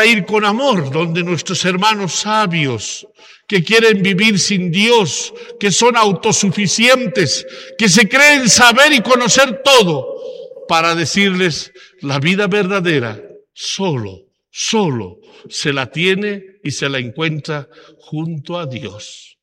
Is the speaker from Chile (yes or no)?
no; La Paz, Bolivia; como buenos franciscanos, como buenos paceños, como buenos bolivianos